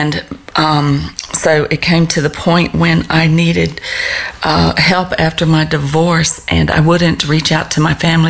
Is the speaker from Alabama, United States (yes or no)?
yes; Alabama, United States; also born or lived in Elmira, New York / South Carolina / Florida; I actually was born in Elmira, New York in the early 60s. And after mom and dad divorced, I was raised by my Alabama mom.